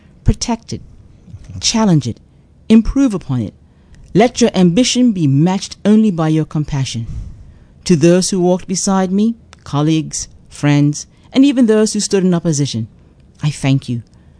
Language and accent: English; Bermuda; I was born in Bermuda, but more importantly, I was formed by her people, by your resilience, your warmth, your quiet strength